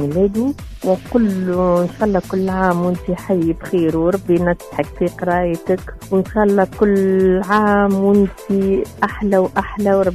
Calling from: Nabeul, Nabeul Governorate, Tunisia

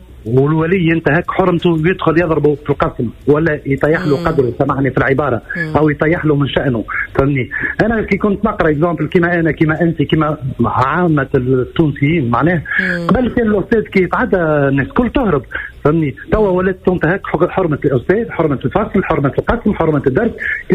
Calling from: Tunis, Tunis Governorate, Tunisia; أنا من تونس.

